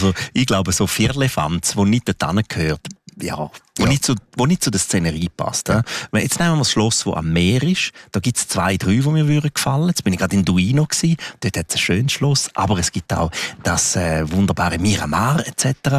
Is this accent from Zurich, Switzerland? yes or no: no; Graubünden, Switzerland; Das Engadin ist meine Heimat. Ich komme wahnsinnig gerne ins Engadin.